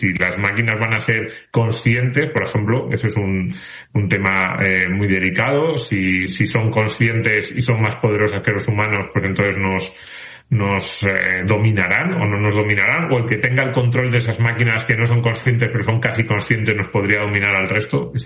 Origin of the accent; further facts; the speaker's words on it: Asturias, Spain; Me voy a quedar aquí en mi pueblo en Asturias, me voy a poner a plantar pepinos y a decir, me da igual lo que hagan por ahí, yo me quedo en lo básico, en la tierra.